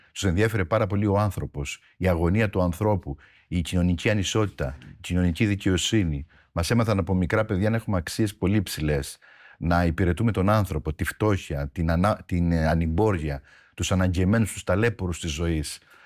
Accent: Heraklion, Crete, Greece; Μεγάλωσα στο Ηράκλειο, γεννήθηκα στο Ηράκλειο και μεγάλωσα στο Ηράκλειο από έναν πατέρα ποντιακής καταγωγής. Είχε έρθει δηλαδή στο Ηράκλειο από τη Μακεδονία. Παντρεύτηκε τη μητέρα μου, η οποία είναι Κρητικιά και με ρίζες από τη Σμύρνη βέβαια.

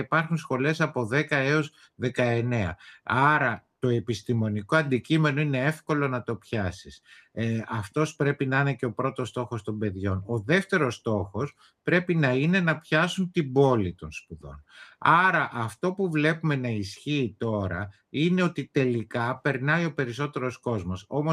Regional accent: Athens, Attica, Greece; moved away as an adult; also born or lived in Thessaloniki; Επειδή και εγώ κάποτε έφυγα από την Αθήνα και πήγα στη Θεσσαλονίκη για να σπουδάσω

